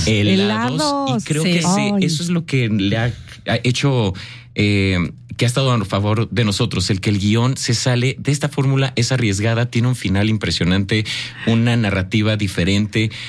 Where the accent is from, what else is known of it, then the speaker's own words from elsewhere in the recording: Mexico; sino como mexicanos.